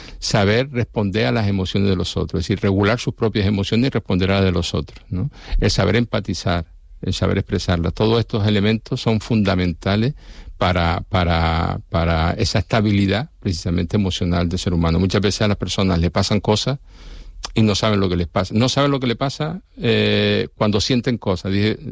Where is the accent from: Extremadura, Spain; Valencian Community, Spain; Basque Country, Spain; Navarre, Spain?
Basque Country, Spain; Yo soy del barrio de Zárate, me crié allí.